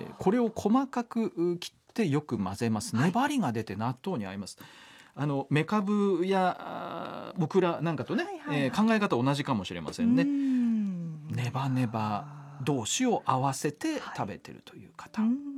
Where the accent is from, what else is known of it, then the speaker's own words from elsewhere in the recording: Kansai, Japan; 私もあの子供の頃関西で暮らしましたけれども